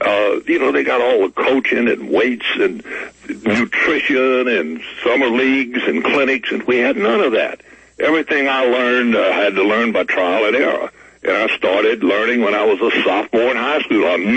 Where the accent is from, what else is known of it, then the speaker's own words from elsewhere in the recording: Baton Rouge, Louisiana, United States; And I love growing up in Baton Rouge. I couldn't have asked for anything more.